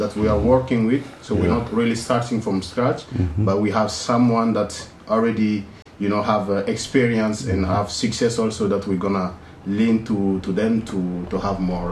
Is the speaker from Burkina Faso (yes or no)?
yes; Burkina Faso; now in Netherlands; from Burkina Faso, and I'm living in the Netherlands.